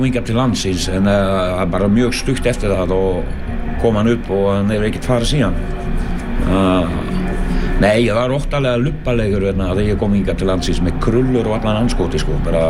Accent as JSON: {"language": "Icelandic", "country": "Belgium", "moved": "yes", "lives_now": "Iceland"}